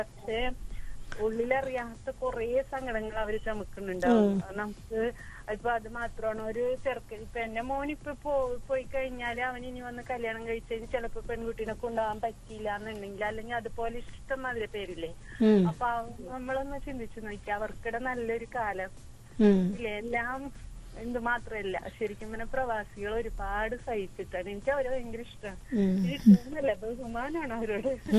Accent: Kerala, India; എനിക്ക് എന്റെ നാട് എന്റെ വീട്.

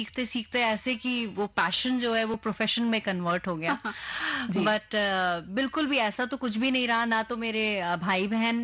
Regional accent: Dehradun, Uttarakhand, India; देहरादून से मैं हूँ, पली बड़ी वहीं पर हूँ

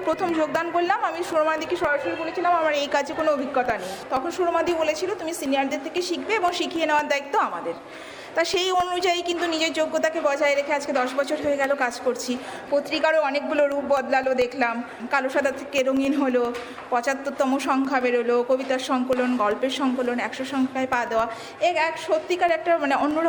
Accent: Assam, India; moved away as an adult; now in Kolkata, India; আমি অ্যাকচুয়ালি আসামের মেয়ে, বিবাহ সূত্রে আমি এখানে আসি।

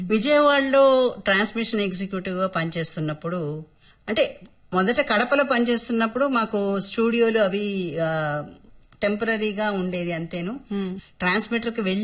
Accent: Kakinada, Andhra Pradesh, India; born there; moved away as an adult; also born or lived in Kadapa / Vijayawada / Hyderabad; మా ఊరు కాకినాడ

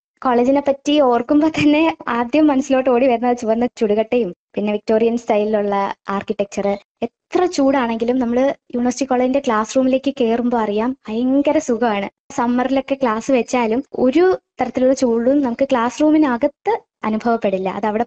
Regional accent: Varkala, Kerala, India; ഞാൻ വർക്കല സ്വദേശിനിയാണ്.

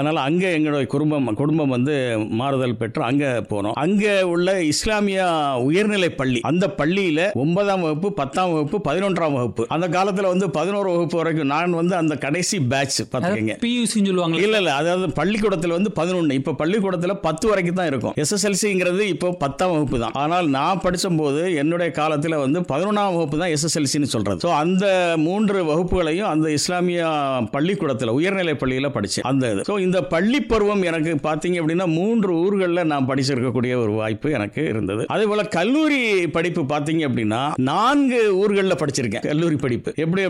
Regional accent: Puliyangudi, Tamil Nadu, India; 1 முதல் 5ஆம் வகுப்பு வரை நான் பிறந்த ஊரான தென்காசி மாவட்டம் புளியங்குடியில் படித்தேன்.

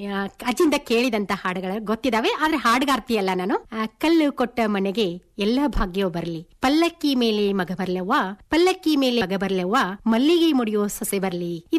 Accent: Halagali, Karnataka, India; also born or lived in Lokapur; ನನ್ನ ಬಾಲ್ಯವನ್ನ ಕಳೆದದ್ದು ಹಲಗಲಿ ಅನ್ನೋ ಗ್ರಾಮ. ಇದು ಸ್ವಾತಂತ್ರ್ಯ ಸಂಗ್ರಾಮದಲ್ಲಿ ಶ್ರೇಷ್ಠ ಹಲಗಲಿ ಬೇಡ್ರು ಅನ್ನುವಂತ ನಿಶಸ್ತ್ರೀಕರಣ ಕಾಯ್ದೆ ವಿರುದ್ಧ ಹೋರಾಟ ಮಾಡಿದಂತ ಊರಿನಲ್ಲಿ ನಾವು ಹುಟ್ಟು ಬೆಳೆದಂತವರು.

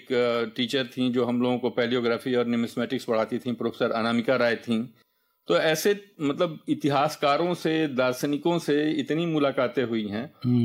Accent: Uttar Pradesh, India; जैसे मैंने बताया कि मैं पूर्वांचल के जिले से हूँ, तो एक एक भोजपुरी में मूवी आई थी विदेशिया नाम से।

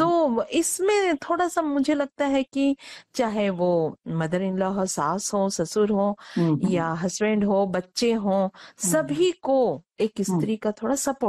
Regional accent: Chandrapura, Jharkhand, India; moved away as an adult; now in Ranchi, India; मैं चंद्रपुरा बोकारो से हूँ

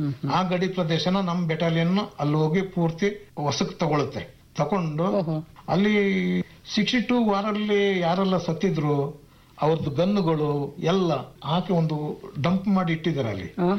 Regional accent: Kodagu, Karnataka, India; ಮತ್ತೆ ನಾವು ಮೂಲತಃ ಕೊಡಗಿನವರಾದ್ರಿಂದ ನಾವು ಸ್ವಲ್ಪ ಹಾಕಿ ಆಟಗಾರರು

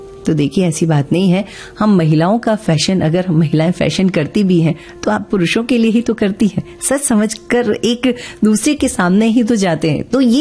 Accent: Mumbai, Maharashtra, India; बचपन में हम खार मुंबई में रहते थे, पूज्य माता जी जब भी लिंकिंग रोड के हेयर ड्रेसर के पास ले जाती थी

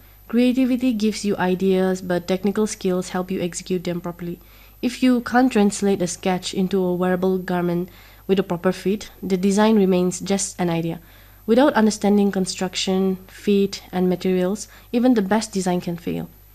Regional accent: Nagaland, India; Growing up in Nagaland, we are surrounded by rich cultural textiles and craftsmanships.

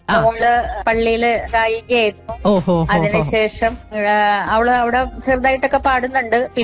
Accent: Njarakkal, Kerala, India; now in Alangad, India; എന്റെ സ്വന്തം നാട് വൈപ്പിനാണ്, ഞാറക്കൽ എന്ന് പറഞ്ഞ സ്ഥലമാണ്.

